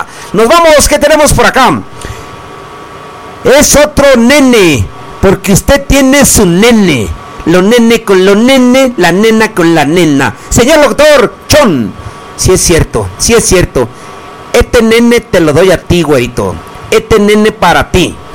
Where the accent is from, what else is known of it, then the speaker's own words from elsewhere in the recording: Mexico; Y como yo estoy en México, claro que soy mexicano, claro que soy americano, les dije.